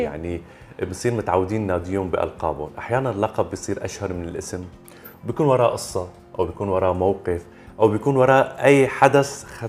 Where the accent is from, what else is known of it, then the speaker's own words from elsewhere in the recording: Syria; نحن سوريين